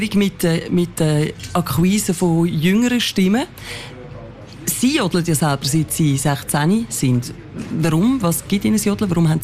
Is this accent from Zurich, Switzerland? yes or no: yes; Zurich, Switzerland; Ich als Zürcherin darf mich ja selber über Zürcherinnen und Zürcher lustig machen.